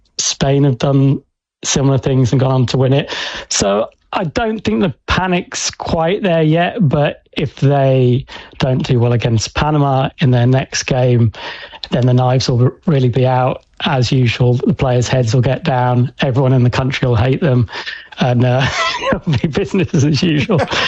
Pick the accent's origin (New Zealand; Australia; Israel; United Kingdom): United Kingdom; England; accent: English; now in New York, United States; finally recognising my English accent. Because you move to New York as an English person, you think everyone's going to congratulate you for being English.